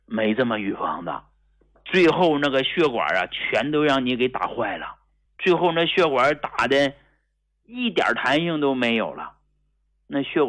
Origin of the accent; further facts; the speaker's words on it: Hegang, Heilongjiang, China; born there; 你像我出生在黑龙江鹤岗这么个地儿啊，都说一年四季一年四季，但我就感觉鹤岗这个地儿一年就三个季节，我就感受不到秋天